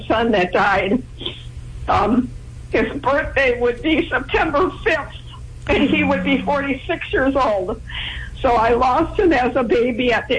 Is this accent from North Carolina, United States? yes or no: no; Alaska, United States; now in California, United States; Well, kind of. I came from Alaska. Yeah. Well, I've been here. I've been in California 9 years, but I came from Alaska.